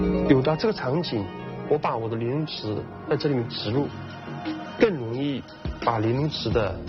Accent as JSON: {"language": "Chinese", "town": "Jingdezhen", "region": "Jiangxi", "country": "China", "tie": "born or raised there", "said": "我是从小到大在弘光瓷厂长大的"}